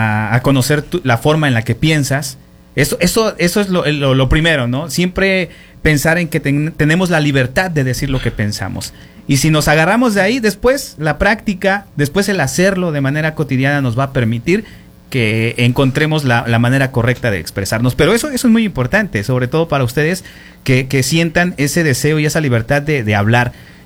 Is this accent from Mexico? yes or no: yes; Mexico